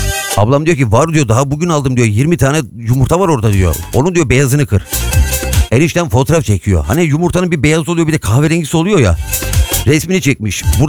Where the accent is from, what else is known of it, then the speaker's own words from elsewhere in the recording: Istanbul, Turkey; ben Aksaray Yenikapı'da doğup büyüdüm.